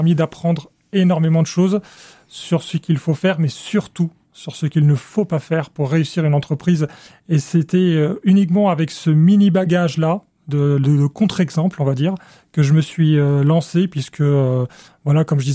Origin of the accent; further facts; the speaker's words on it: Egypt; Alors, ce qui s'est passé, c'est que j'ai grandi en Égypte et j'ai eu une scolarité qui a été un peu compliquée, enfin même plus que ça.